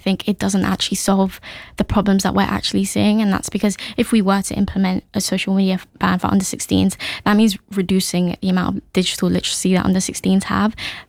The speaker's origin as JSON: {"language": "English", "region": "London", "country": "United Kingdom", "tie": "born or raised there", "also_born_or_lived": "Hackney", "said": "So I grew up in Waltham Forest. I spent some parts of my childhood in Hackney also."}